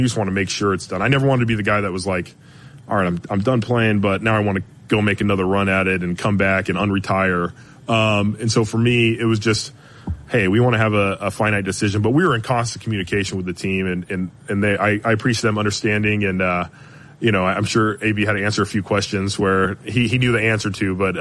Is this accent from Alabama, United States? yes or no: no; California, United States; Yeah, I am from Southern California, but I think if you look at my background and family, like, it's based off of, like, blue-collar hard work.